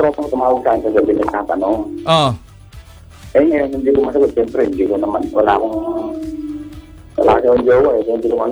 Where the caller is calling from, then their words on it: Dasmariñas, Calabarzon, Philippines; ng Dasma.